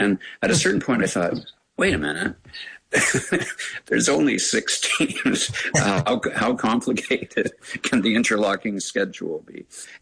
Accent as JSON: {"language": "English", "town": "Hamilton", "region": "Ontario", "country": "Canada", "tie": "born or raised there", "said": "Grew up in Hamilton"}